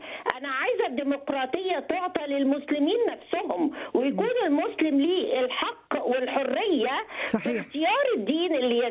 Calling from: Egypt; وأنا كمصرية

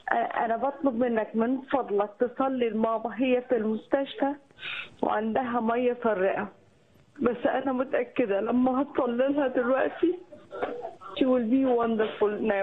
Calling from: Canada

